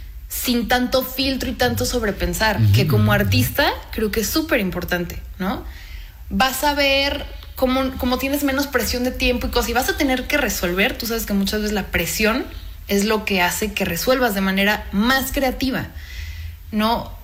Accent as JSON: {"language": "Spanish", "country": "Mexico", "said": "Bueno, yo soy mexicana, orgullosísima de serlo, pero tengo origen, entre otros, también francés, italiano."}